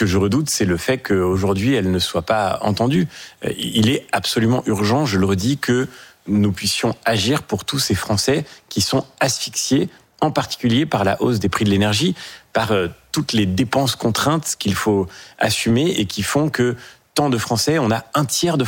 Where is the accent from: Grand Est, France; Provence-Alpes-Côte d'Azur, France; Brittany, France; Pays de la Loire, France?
Pays de la Loire, France; moi je suis de Loire-Atlantique, ma famille vient de la région nantaise